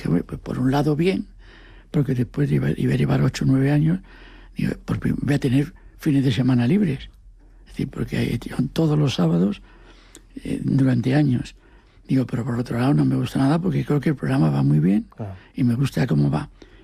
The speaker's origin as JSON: {"language": "Spanish", "region": "Asturias", "country": "Spain", "said": "Como yo soy asturiano, digo, ¿de dónde?"}